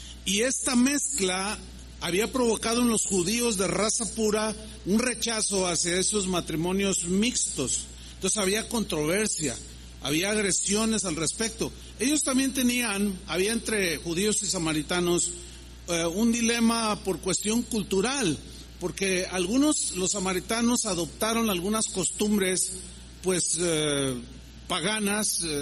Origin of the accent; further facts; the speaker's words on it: Mexico; Los mexicanos tenemos una cultura